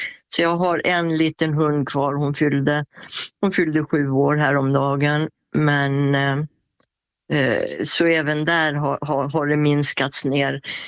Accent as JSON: {"language": "Swedish", "town": "Borlänge", "region": "Dalarna County", "country": "Sweden", "said": "Så att annars körde jag ju hemma i Borlänge då på den travbanan."}